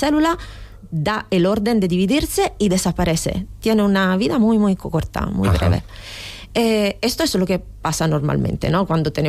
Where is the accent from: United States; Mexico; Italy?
Italy; Spanish is a second language; Y perdóname, yo soy italiana